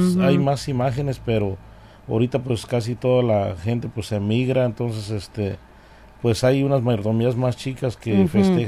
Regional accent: Santa María Tindú, Oaxaca, Mexico; Somos de Santa María Tindú.

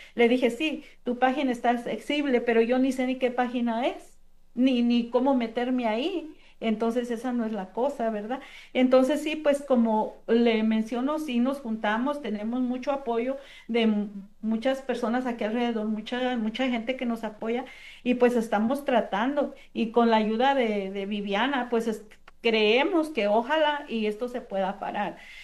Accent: Mexico; muchos de nosotros que somos campesinos, venimos de partes de México, de pueblos de México que a veces no tuvimos la oportunidad de estudiar mucho.

